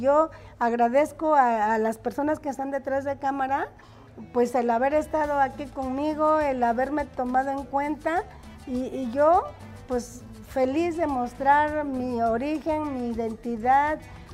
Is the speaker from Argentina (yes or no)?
no; Oaxaca, Mexico; venir a Oaxaca y no probar una tlayuda, no, ¿verdad? Y venir a mi tierra linda menos.